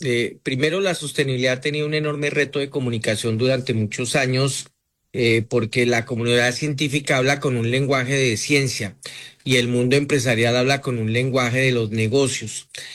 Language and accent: Spanish; Colombia; now in Mexico; esa raíz no se pierde, y Colombia me dio mis principios. México me ha dado las oportunidades, el crecimiento, una familia, en fin.